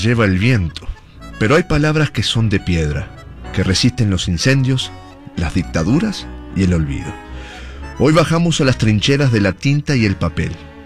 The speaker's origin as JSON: {"language": "Spanish", "country": "Uruguay", "lives_now": "United States", "said": "Por ejemplo, tú eres de México, yo soy uruguayo."}